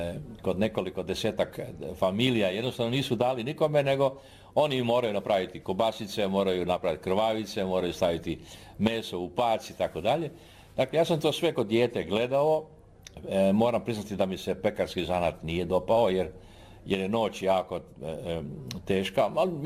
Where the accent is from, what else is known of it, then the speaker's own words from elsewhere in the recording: Karlovac, Karlovac County, Croatia; ja sam odrastao u Karlovcu